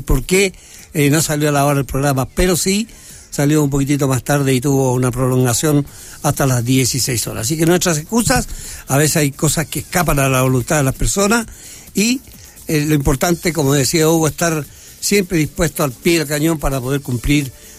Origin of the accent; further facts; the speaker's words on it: Chuquicamata, Antofagasta, Chile; moved away; cómo fue nuestra vida en Chuquicamata.